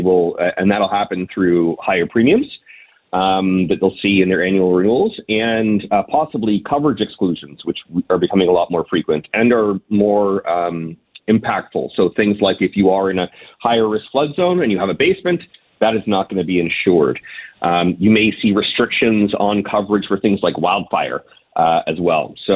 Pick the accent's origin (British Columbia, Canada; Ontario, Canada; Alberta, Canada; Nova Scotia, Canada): Ontario, Canada; Hamilton; I'm from Hamilton, Ticat fan.